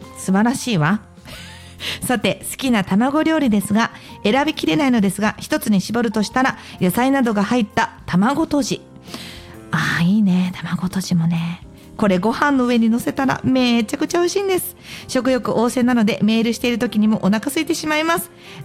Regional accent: Hyogo, Japan; moved away; 地元に帰ると必ず食べるんですけどね。

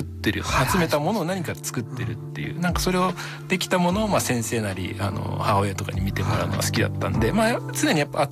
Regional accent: Fujisawa, Kanagawa, Japan; で、僕神奈川県の藤沢市出身で、はいはいはい、近くに鵠沼海岸という海があったんですけど

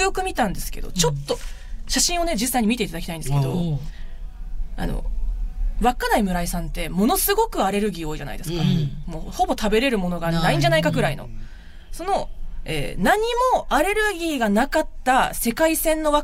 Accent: Hokkaido, Japan; 北海道から来ました、よろしくお願いしますって頭下げて

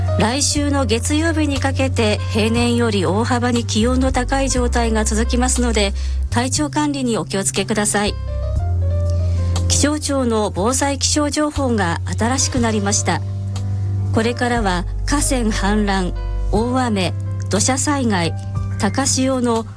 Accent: Hiroshima, Japan; moved away as an adult; now in Chiba, Japan; 広島県です。

